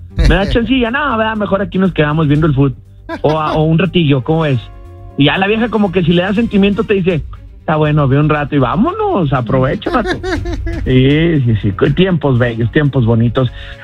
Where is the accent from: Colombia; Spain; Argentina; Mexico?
Mexico; now in United States; los mexicanos ya les invadimos desde hace años